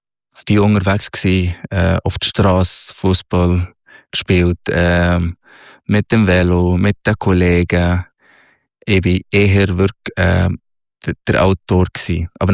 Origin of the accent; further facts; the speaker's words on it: Minya, Minya Governorate, Egypt; Ich bin im Oberägypten aufgewachsen, am Nildelta, in Elmenia, das ist 3 Stunden südlich von Kairo, die Hauptstadt. In einem ja, sehr traditionelles Dorf, sozusagen, aber Dorf.